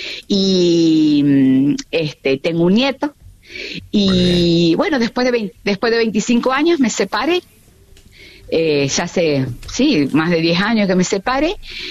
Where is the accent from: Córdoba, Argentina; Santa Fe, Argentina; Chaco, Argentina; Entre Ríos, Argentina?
Córdoba, Argentina; Río Cuarto; now in Pilar, Argentina; Nací en Río Cuarto, me crié